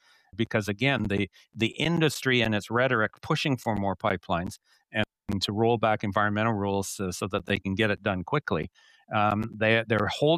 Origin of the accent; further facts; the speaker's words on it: Alberta, Canada; I'm not sure Albertans would hate it. I was born and raised in Alberta.